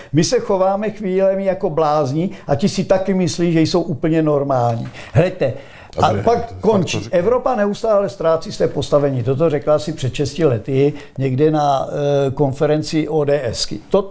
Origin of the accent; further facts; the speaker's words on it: Moravia, Czechia; Ale u nás na Moravě se říká, že ten člověk je buď to navedený, nebo hloupý, nebo zaplacený.